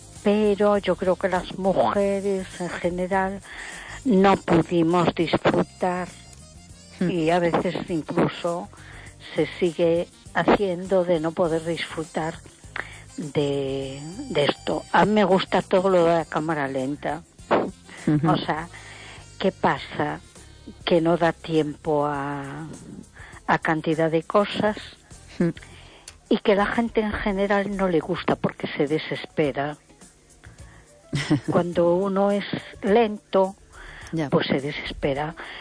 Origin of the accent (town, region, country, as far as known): A Coruña, Galicia, Spain